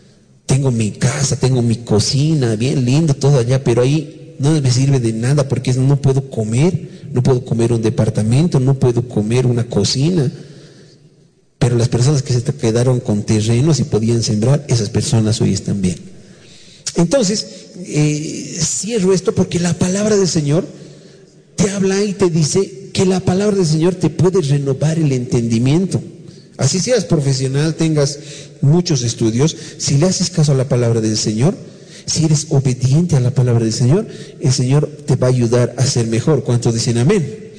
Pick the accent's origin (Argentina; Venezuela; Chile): Venezuela; moved away; Así que por eso salimos de Venezuela.